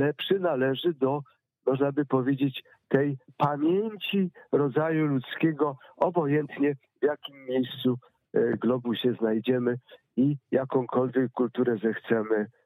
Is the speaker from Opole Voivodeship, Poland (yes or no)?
no; Pomeranian Voivodeship, Poland; I chcę opowiedzieć anegdotkę z moich rodzinnych stron, mianowicie Kaszuby